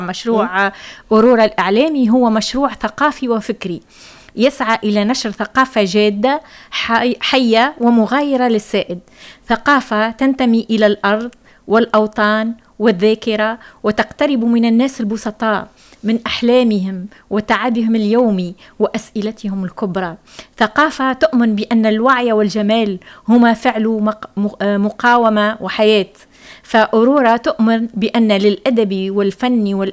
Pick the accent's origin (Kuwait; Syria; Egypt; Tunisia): Tunisia; كان عندنا في تونس